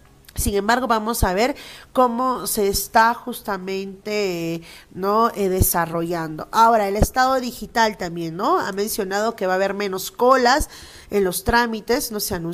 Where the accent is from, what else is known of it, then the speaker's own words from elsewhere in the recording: Peru; que como peruanos también nosotros lo tenemos que tener en conocimiento.